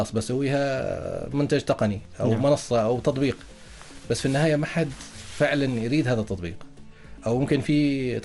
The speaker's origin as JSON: {"language": "Arabic", "country": "Oman", "said": "لنا نحن كعمانيين"}